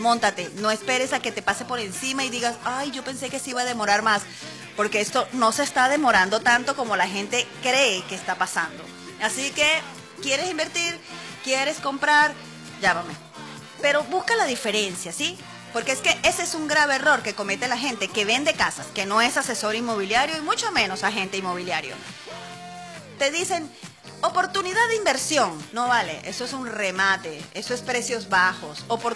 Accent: Caracas, Capital District, Venezuela; now in Puerto Píritu, Venezuela; No soy de acá, soy caraqueña, de corazón puertopiriteño, de alma puertopiriteña. Vivo aquí hace muchísimos años.

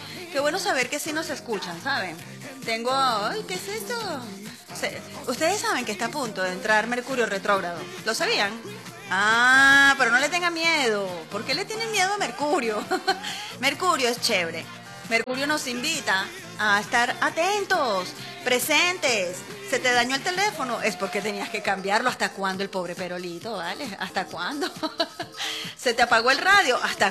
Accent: Puerto Píritu, Anzoátegui, Venezuela; mi pueblo ha salido adelante, gracias a Dios.

